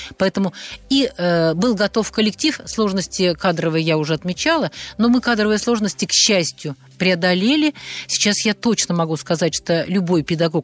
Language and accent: Russian; Nizhny Novgorod Oblast, Russia